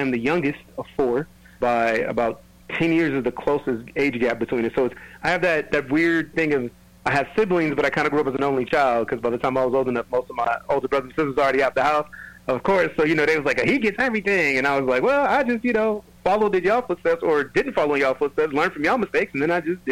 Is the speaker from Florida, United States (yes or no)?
no; California, United States; moved away as an adult; growing up in California.